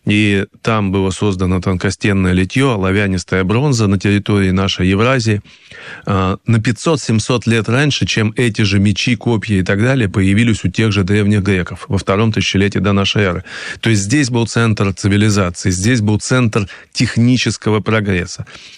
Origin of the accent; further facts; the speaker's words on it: Kemerovo Oblast, Russia; или вот даже у меня на родине Кузбасс, там есть горная Шория, и там тоже есть мегалиты.